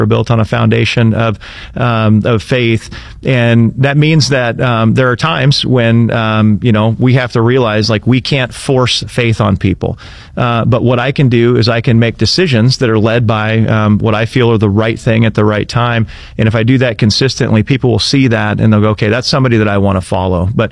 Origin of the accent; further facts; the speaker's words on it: Indianola, Iowa, United States; Yeah, I am originally from Indianola, just south of Des Moines.